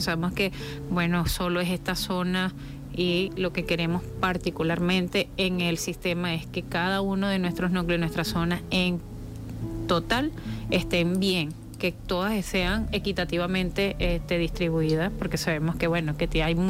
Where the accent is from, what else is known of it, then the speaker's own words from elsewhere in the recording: Venezuela; todos nos hemos comportado como de verdad esta gran hermandad que somos los venezolanos